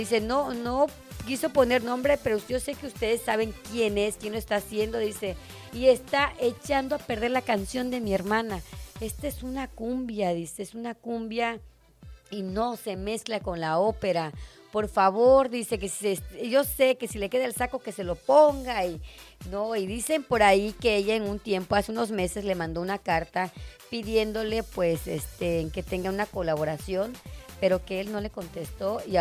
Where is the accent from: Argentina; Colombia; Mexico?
Mexico